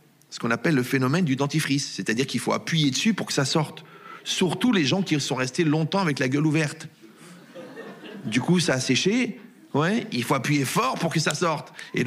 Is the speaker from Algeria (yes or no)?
yes; Algeria; born there; je suis né en Algérie